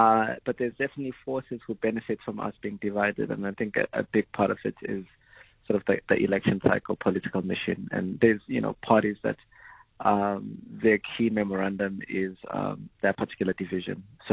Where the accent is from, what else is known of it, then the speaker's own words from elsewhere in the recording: KwaMashu, KwaZulu-Natal, South Africa; So growing up at home, we only ate soup if you're sick